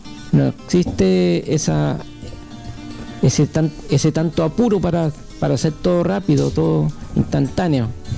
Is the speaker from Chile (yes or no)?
yes; Chile; No solo decir que soy chileno